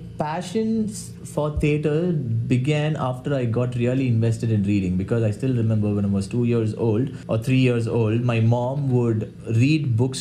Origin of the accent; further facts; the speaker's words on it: Chennai, Tamil Nadu, India; English is a second language; moved away as an adult; now in Thunder Bay, Canada; But I also come from Chennai.